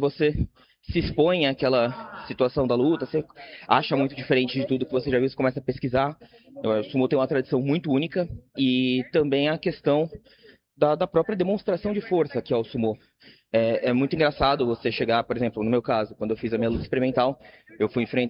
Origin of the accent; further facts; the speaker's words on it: São Paulo, Brazil; Sou daqui de São Paulo.